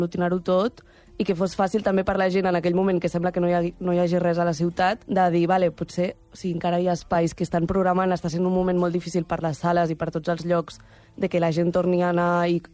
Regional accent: Cambrils, Catalonia, Spain; now in Barcelona, Spain; Jo sóc l'única que no, que sóc de Cambrils.

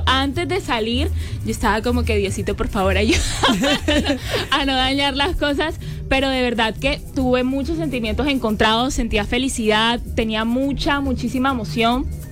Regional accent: Barranquilla, Atlántico, Colombia; Yo tengo una mezcla de raíces, soy barranquillera, mi papá es de Valledupar, mi mamá es de Mompós.

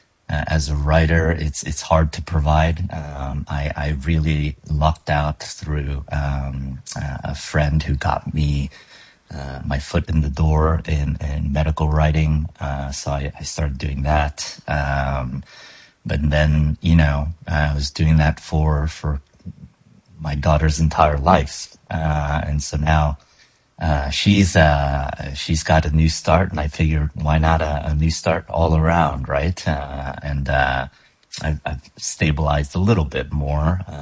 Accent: New Jersey, United States; No. I'm commuting in from Jersey. So I was born and raised in Jersey.

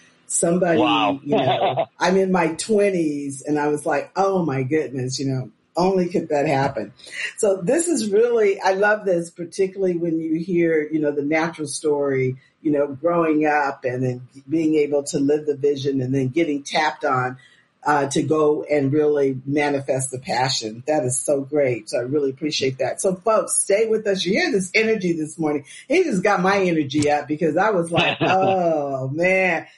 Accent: California, United States; I'm from California.

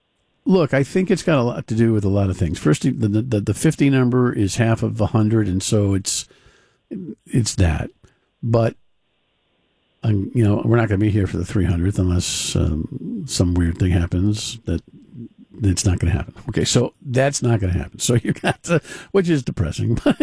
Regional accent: Cumberland, Rhode Island, United States; my hometown of Cumberland

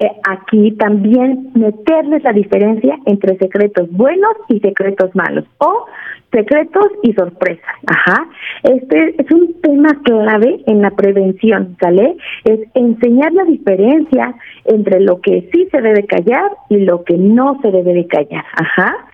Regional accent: Mexico; como mexicanos y mexicanas estamos bien acostumbrados al contacto físico.

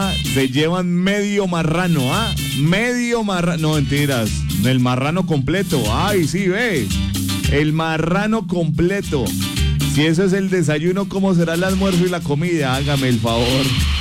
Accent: Roldanillo, Valle del Cauca, Colombia; Allá desde Roldanillo. Joana, usted sabía que yo soy de Roldanillo. Yo soy nacido, criado y orgullosamente roldanillense.

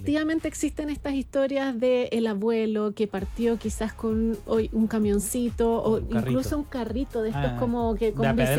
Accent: Copiapó, Atacama, Chile; yo que soy de Copiapó.

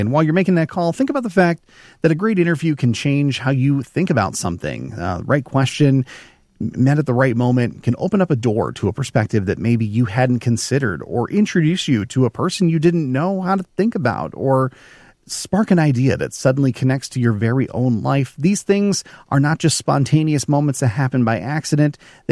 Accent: Greenville, Michigan, United States; My hometown of Greenville

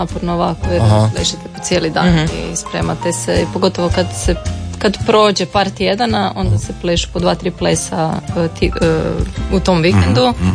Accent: Karlovac, Karlovac County, Croatia; ja sam iz Karlovca

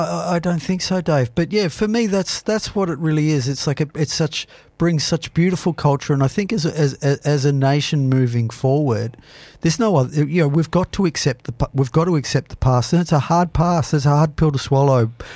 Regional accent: Australia; being Australian

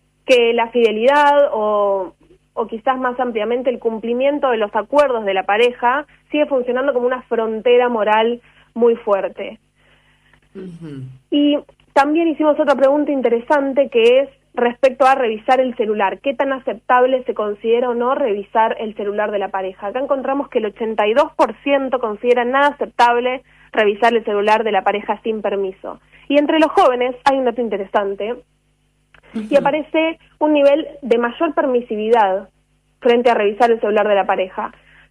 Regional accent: Argentina

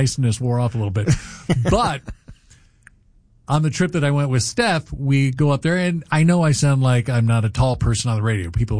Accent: California, United States; I grew up in Southern California.

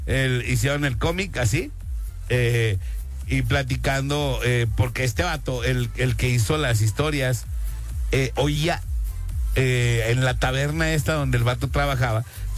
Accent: Mexico; somos mexicanos

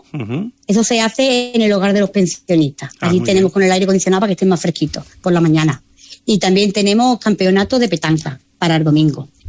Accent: El Saucejo, Andalusia, Spain; Se pueden pasar por el Saucejo, que aquí tenemos el ambiente y mi gente, mi pueblo, responde y es muy servicial. Mi pueblo es muy servicial.

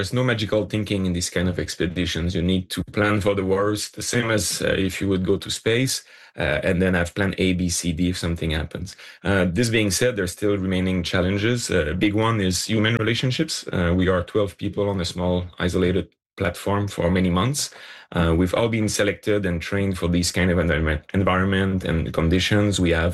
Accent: Quebec, Canada; I'm from Northern Quebec, so I like the winter and the cold.

